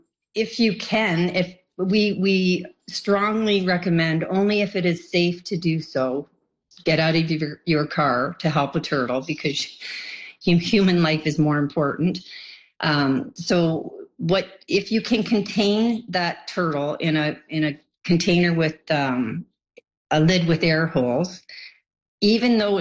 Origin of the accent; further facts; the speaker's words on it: Toronto, Ontario, Canada; now in Wellington County, Canada; I grew up in Toronto